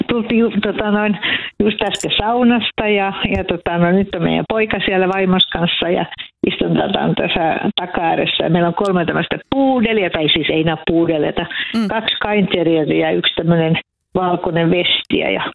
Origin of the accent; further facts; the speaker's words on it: Vihti, Uusimaa, Finland; Joo, me ollaan Vihdistä meillä on mökki täällä Korppossa